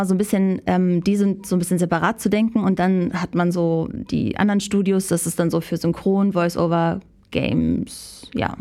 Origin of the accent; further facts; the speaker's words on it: North Germany, Germany; Ich komme ja zum Beispiel aus dem Norden. Für mich, hat ganz lange das PF nicht existiert.